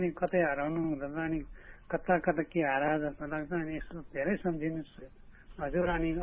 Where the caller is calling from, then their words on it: Sindhuli, Bagmati, Nepal; त्यही मुनि हो मेरो घर चाहिँ, चारिजे हो सिन्धुली चारिजे।